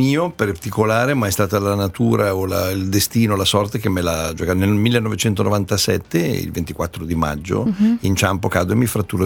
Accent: Milan, Lombardy, Italy

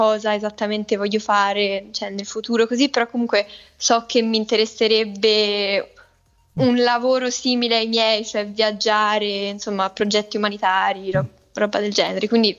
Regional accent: Lebanon; moved away as an adult; now in Italy; io ho vissuto tanto tempo in Libano, quindi mi ricordo, cioè tutta la mia adolescenza l'ho fatta in Libano.

